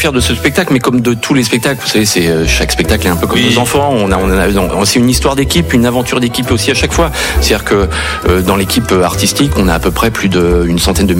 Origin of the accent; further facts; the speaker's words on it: Pays de la Loire, France; Et moi j'ai grandi donc au Puy du Fou